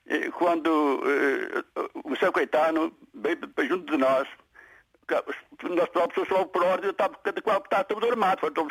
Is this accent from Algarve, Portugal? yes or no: no; Vila das Aves, Porto, Portugal; now in Maia, Portugal; Eu sou natural da Vila das Aves Santo Tirso.